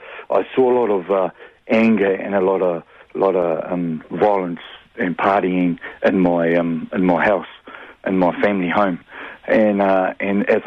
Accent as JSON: {"language": "English", "town": "Hastings", "region": "Hawke's Bay", "country": "New Zealand", "tie": "born or raised there"}